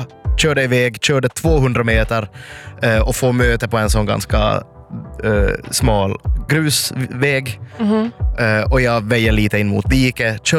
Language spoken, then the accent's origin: Swedish; Ostrobothnia, Finland; Alltså, som österbottning, som vit, som finländare, som finlandssvensk etc.